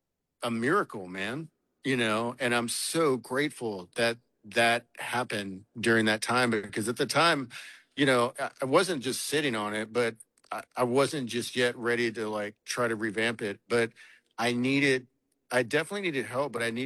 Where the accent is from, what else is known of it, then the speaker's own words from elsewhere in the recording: Texas, United States; but growing up in Texas, it was always like big boys, you know?